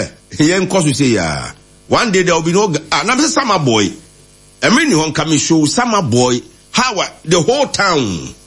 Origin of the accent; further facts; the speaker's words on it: Ghana; I know me can because I'm a Ghanaian.